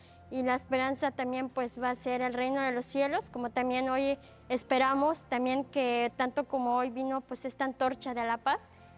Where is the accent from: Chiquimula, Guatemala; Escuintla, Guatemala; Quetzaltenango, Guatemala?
Quetzaltenango, Guatemala; moved away; Yo soy originaria de Quetzaltenango, de Guatemala.